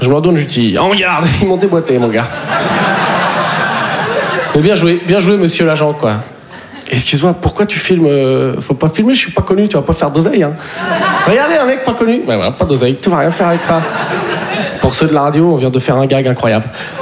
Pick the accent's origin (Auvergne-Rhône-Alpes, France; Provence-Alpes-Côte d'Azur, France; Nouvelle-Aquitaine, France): Nouvelle-Aquitaine, France; Poitiers; moi, en plus, je viens de Poitiers.